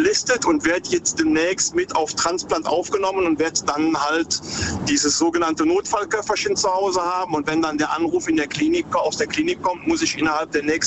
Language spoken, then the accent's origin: German; Cologne, North Rhine-Westphalia, Germany; Ich bin Kölner und bin gerade auf der A61 unterwegs.